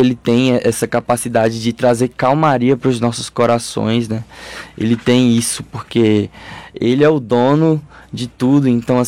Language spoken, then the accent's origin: Portuguese; Juazeiro, Bahia, Brazil; eu sou um jovem de 22 anos. Sou de Juazeiro da Bahia.